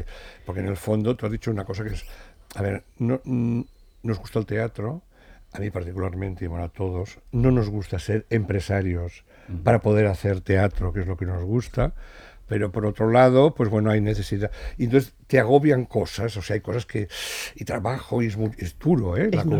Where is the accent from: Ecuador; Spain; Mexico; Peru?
Spain; Sitges, Catalonia; yo soy de Sitges